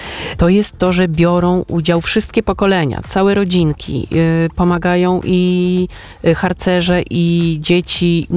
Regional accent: Kraków, Lesser Poland, Poland; wywodzimy się z Krakowa

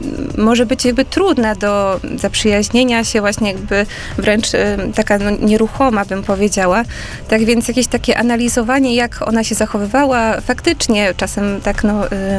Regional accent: Warsaw, Masovian Voivodeship, Poland; szczególnie w miastach, ja jestem z Warszawy, więc dla mnie to jest mniej taka praktyka znana

